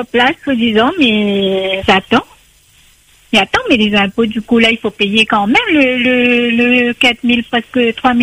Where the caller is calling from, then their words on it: Saint-Paul, Réunion; J'habite à Saint-Soucy.